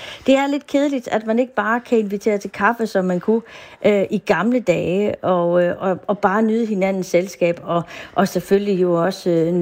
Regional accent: Funen, Region of Southern Denmark, Denmark; now in Jutland, Denmark; Ja, som fynbo bosat i Jylland

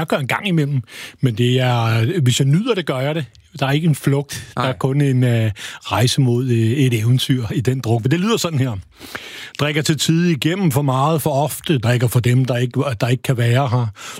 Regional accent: Copenhagen, Capital Region of Denmark, Denmark; jeg er jo, som man måske ikke hører på mig, jeg er fra hovedstaden, jeg er fra København

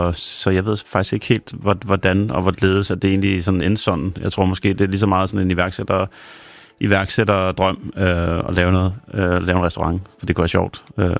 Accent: Rønne, Capital Region of Denmark, Denmark; born there; Det er i Rønne

